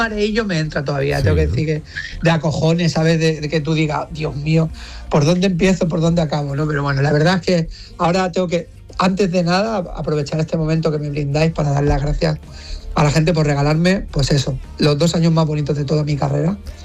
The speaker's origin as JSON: {"language": "Spanish", "town": "L'Hospitalet de Llobregat", "region": "Catalonia", "country": "Spain", "tie": "born or raised there", "said": "Soy nacido en Barcelona, soy de Hospitalet, catalán"}